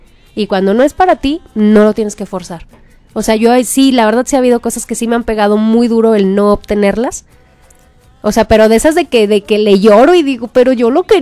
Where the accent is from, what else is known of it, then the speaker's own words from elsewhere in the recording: Fresnillo, Zacatecas, Mexico; yo soy de Fresnillo. No digo que soy de Zacatecas, yo siempre digo, yo soy de Fresnillo.